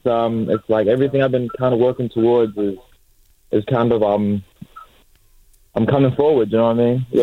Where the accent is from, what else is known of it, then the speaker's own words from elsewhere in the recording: Malawi; English is a second language; also born or lived in Rwanda; now in Ipswich, United Kingdom; I was born in Rwanda, and my parents moved to Malawi, and we lived in a refugee camp for a while.